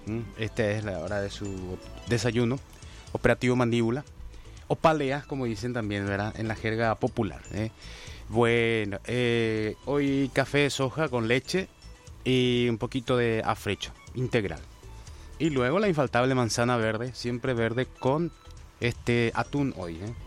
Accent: Paraguay

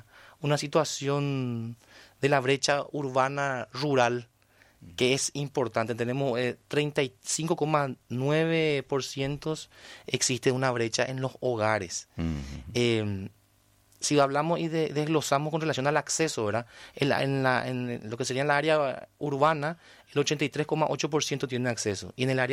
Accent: Paraguay; Como paraguayos sabemos de que nuestro lema es vencer o morir.

